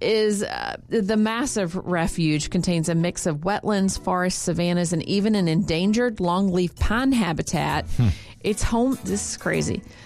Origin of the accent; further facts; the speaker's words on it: Georgia, United States; moved away; Down in Georgia, where my home state